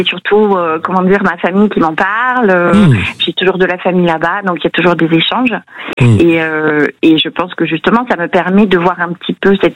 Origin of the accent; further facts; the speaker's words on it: France; born there; Alors moi, je suis née en France. Je suis née en France. Mes parents sont d'origine algérienne.